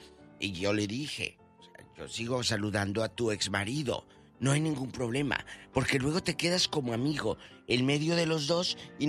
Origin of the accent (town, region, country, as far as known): Matamoros, Tamaulipas, Mexico